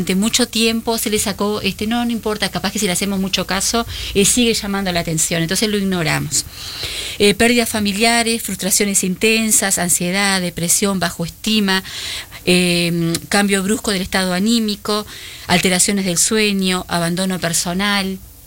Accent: Uruguay; Nosotros como uruguayos

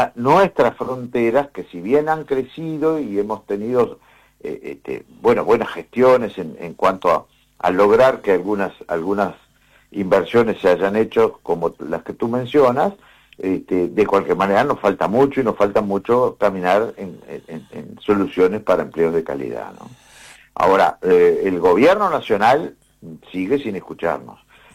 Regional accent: Rivera, Uruguay; soy riverense y porque nací en Rivera y me crié en Rivera

